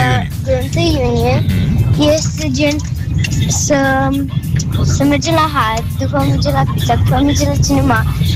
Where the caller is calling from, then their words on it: Iași, Iași County, Romania; din Iași, am 10 ani.